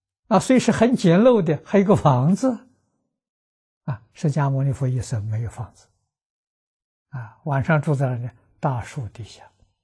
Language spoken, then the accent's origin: Chinese; China